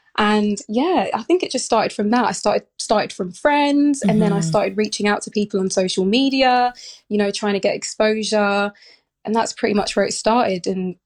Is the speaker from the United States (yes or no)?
no; Southend-on-Sea, East of England, United Kingdom; I grew up in Essex, Southend-on-Sea.